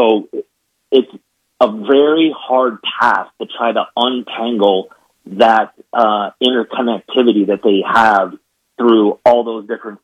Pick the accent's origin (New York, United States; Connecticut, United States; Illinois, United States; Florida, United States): New York, United States; I grew up in the New York public school system